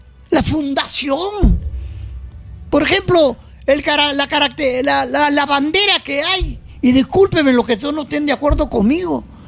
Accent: Arequipa, Peru

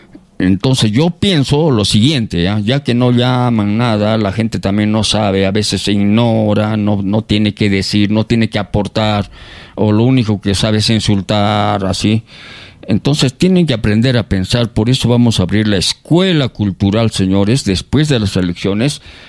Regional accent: Lima, Peru; A mí no me vengan con cuentos que yo soy limeño

